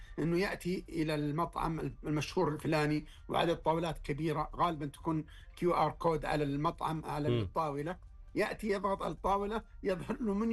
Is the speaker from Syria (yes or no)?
no; Saudi Arabia; زي وزارة عندنا في السعودية